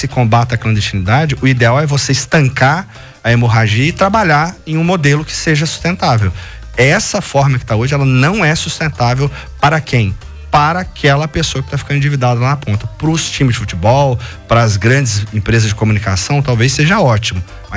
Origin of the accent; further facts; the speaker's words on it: Rio de Janeiro, Brazil; eu sou carioca